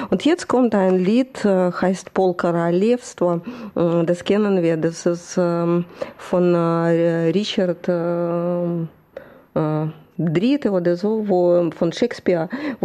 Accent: Russia; German is a second language; moved away; ich komme noch immer noch aus der Zeit, wo wir sehr belesen waren im damaligen Russland, Sowjetunion

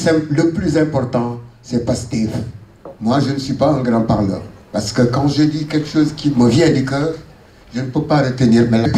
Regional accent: Senegal; now in Hanover, Germany

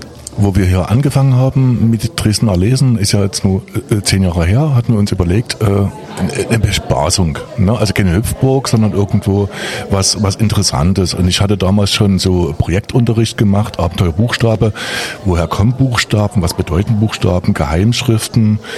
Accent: Scotland, United Kingdom; Deswegen als Schotte finde ich immer interessant, dass man mir die Fragen immer stellt.

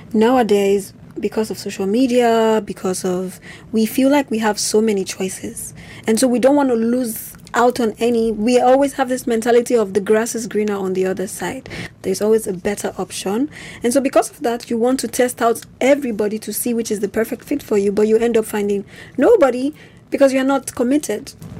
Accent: Nigeria; moved away; I'm from Nigeria, so a lot of my friends are long distance.

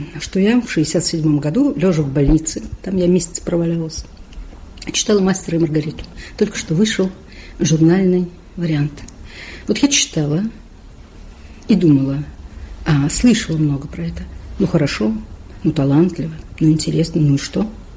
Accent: Saratov, Saratov Oblast, Russia; Я вообще-то из России, то есть Саратова, но в настоящий момент я приехала только что из Польши, с Булгаковской конференции.

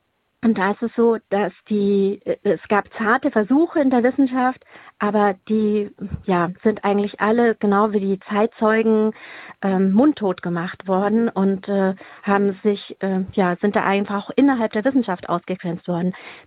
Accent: Bavaria, Germany; ich bin ja aus Bayern, mein Uropa war eben KZ Dachau

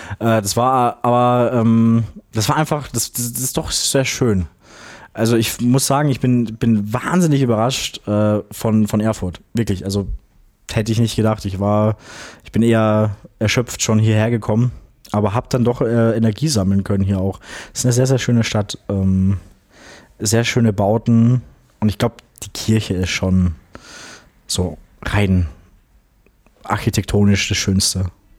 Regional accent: Graz, Styria, Austria; moved away; ich bin in Graz aufgewachsen. Ich wohne aktuell nicht mehr dort, aber würde schon eigentlich ganz gerne mal wieder hinziehen. Es ist eine sehr, sehr vielseitige Stadt

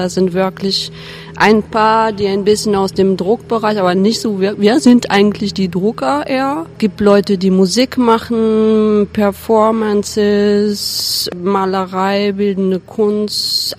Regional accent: Paris, Île-de-France, France; moved away as an adult; also born or lived in Berlin / Leipzig; now in Zeitz, Germany; Ich bin in Paris aufgewachsen. Bin mit 20 dann nach Berlin gezogen zum Studieren an der Kunsthochschule in Berlin. Nach einer Weile, 15 Jahre, bin ich nach Leipzig.

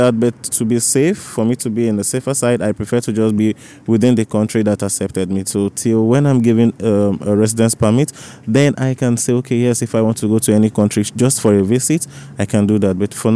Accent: Nigeria; English is a second language; moved away as an adult; now in Germany; I'm from Nigeria.

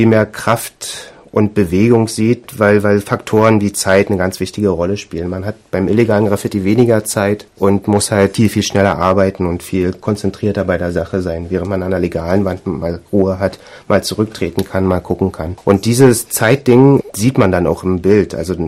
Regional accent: Berlin, Germany; now in Dresden, Germany

